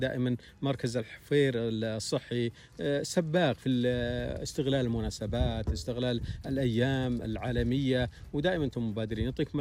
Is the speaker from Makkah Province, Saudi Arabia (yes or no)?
no; Hail, Ha'il Province, Saudi Arabia